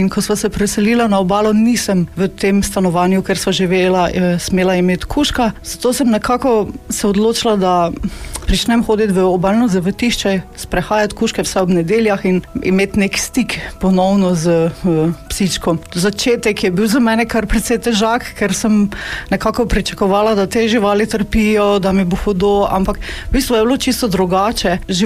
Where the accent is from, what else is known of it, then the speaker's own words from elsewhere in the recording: Styria, Slovenia; moved away as an adult; now in Primorska, Slovenia; sem se preselila zato, ker sem se poročila. Moj mož je Primorc in jaz sem kot Štajerka se mogla navaditi na novo okolje, nove ljudi.